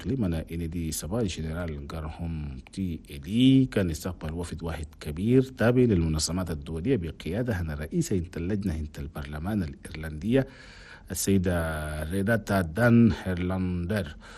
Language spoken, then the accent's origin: Arabic; Chad; أنا بلدنا تشاد